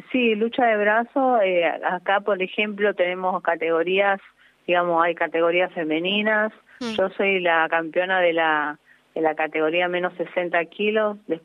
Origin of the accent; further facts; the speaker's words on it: Quilmes, Buenos Aires Province, Argentina; Bueno, yo soy de Quilmes y bueno, nada, estaba buscando sponsor también.